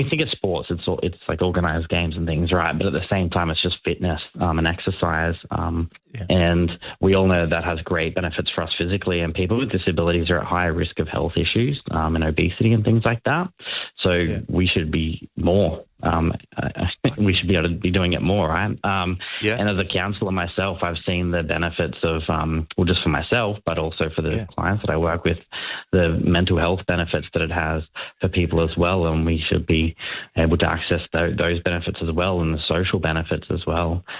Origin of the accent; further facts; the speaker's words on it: Sunshine Coast, Queensland, Australia; growing up on the Sunshine Coast